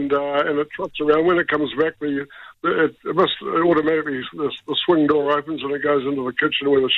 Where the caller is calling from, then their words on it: Wellington, New Zealand; Oh, good evening, Roman. I'm calling from Wellington, and just about the Cobb & Co. issue.